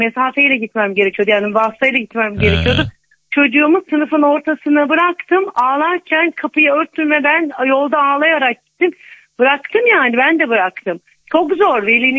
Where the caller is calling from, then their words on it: Sakarya, Turkey; Sakarya'dan arıyorum.